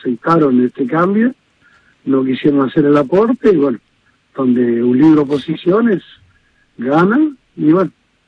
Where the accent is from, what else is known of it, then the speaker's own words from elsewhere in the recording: Aurelia, Santa Fe, Argentina; born there; Yo nací en Aurelia, tengo 62 años.